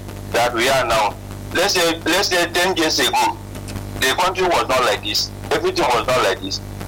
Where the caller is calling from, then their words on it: Nigeria; I come from Kalawa.